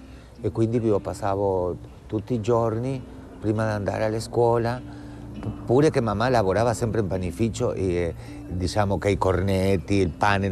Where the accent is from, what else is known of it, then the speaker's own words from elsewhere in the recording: Uruguay; Italian is a second language; moved away; Io, bueno, vengo dell'Uruguay